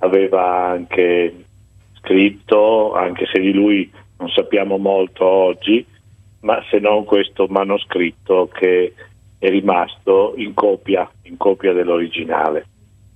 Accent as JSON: {"language": "Italian", "town": "Pordenone", "region": "Friuli-Venezia Giulia", "country": "Italy", "said": "io sono di Pordenone."}